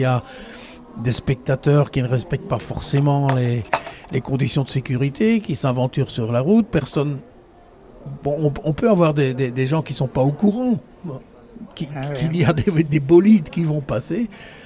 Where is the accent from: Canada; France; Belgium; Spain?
Belgium; nous sommes belges